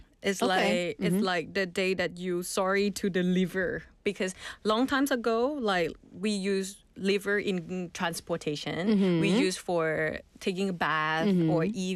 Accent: Thailand; first language Thai; English is a second language; moved away as an adult; now in Busan, South Korea

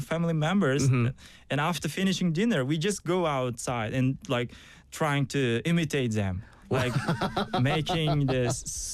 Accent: Surxondaryo Region, Uzbekistan; moved away as an adult; now in Busan, South Korea; My hometown is pronounced Surkhandarya.

